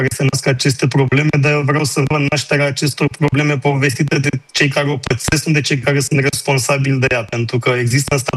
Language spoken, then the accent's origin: Romanian; Romania; Și eu sunt român și eu merg cu trenul și eu văd probleme.